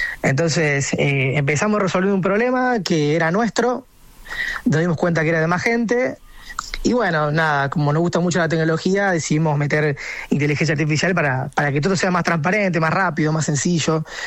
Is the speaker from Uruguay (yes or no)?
no; Argentina; somos gente del interior